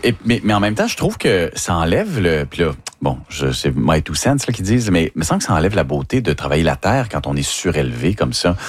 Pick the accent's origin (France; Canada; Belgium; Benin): Canada; Dolbeau-Mistassini, Quebec; moi, je viens de Delbeau, Mistassini. Saguenay-Lac-Saint-Jean, c'est beau, là.